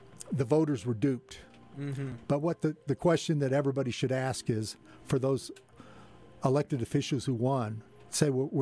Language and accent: English; Salem, Missouri, United States; my hometown of Salem